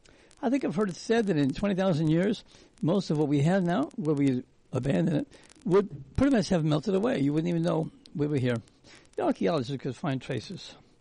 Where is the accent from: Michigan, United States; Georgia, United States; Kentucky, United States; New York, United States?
Michigan, United States; Michigan, which is my home state.